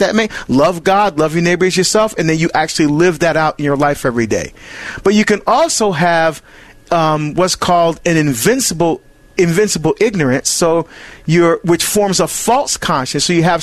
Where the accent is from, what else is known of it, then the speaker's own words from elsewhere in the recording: Barbados; That my mom, we're from Barbados, my mom used to make that, and oh, I just loved it.